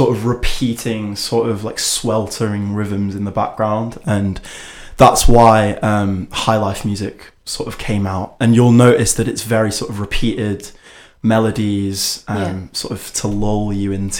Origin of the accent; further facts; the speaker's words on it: Nigeria; because just to get it out of the way, I am Nigerian.